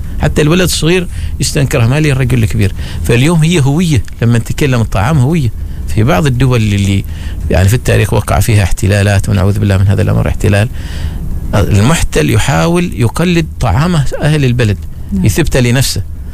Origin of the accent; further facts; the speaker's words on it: Oman; لأني أنا تو عماني وبامدح عمان